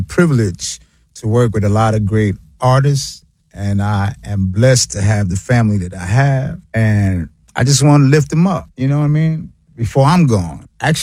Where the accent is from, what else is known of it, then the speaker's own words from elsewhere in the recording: New York City, New York, United States; I'm from South Jamaica, Queens, New York.